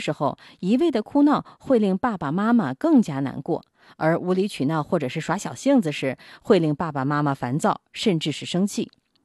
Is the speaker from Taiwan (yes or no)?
no; China